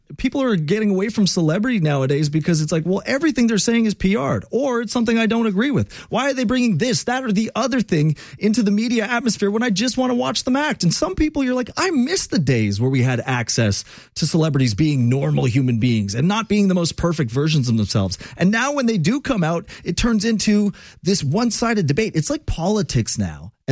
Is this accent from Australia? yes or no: no; Montreal, Quebec, Canada; growing up in Montreal, you have to not like the Toronto Maple Leafs.